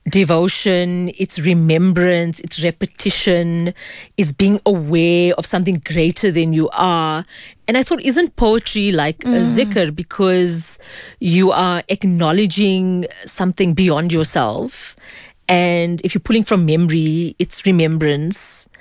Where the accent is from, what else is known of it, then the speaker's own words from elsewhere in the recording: South Africa; The common theme just maybe being a Muslim Indian woman growing up in South Africa, yes, and sort of like some experiences.